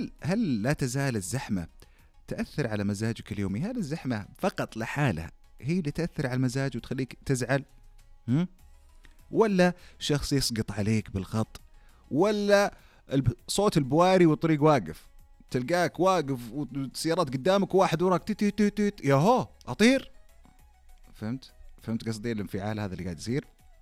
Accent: Taif, Makkah Province, Saudi Arabia; moved away; أنا يعني نشأت وترعرعت في الطائف، بس ما اشتقت له.

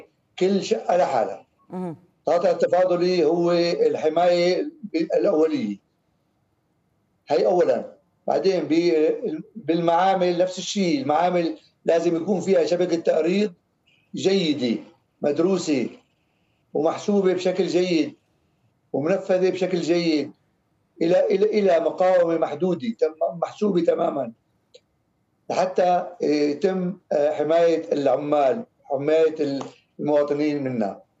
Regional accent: Syria; عندنا بسوريا

